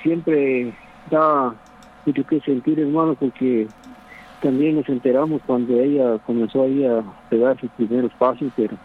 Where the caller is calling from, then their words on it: Chiantla, Huehuetenango, Guatemala; de Chantla, Huehuetenango.